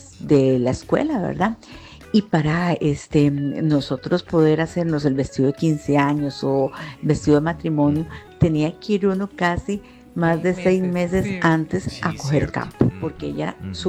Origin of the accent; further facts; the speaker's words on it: San Rafael, Costa Rica; en mi pueblo, San Rafael